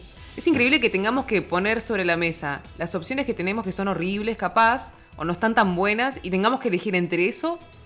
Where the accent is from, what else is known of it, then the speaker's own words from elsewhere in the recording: Argentina; nosotros como argentinos